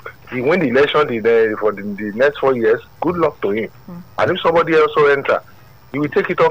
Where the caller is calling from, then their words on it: Ogba, Lagos, Nigeria; I'm calling from Ogba.